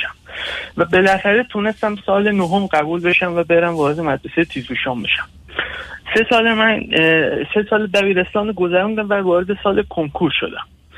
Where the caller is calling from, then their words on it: Qom, Iran; من 20 ساله هستم، از شهر قم هم تماس میگیرم